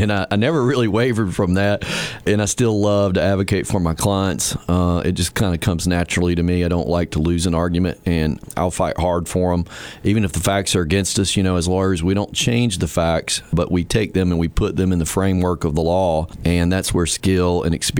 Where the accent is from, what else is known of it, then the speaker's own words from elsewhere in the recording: Red Bank, Tennessee, United States; I grew up in Red Bank area.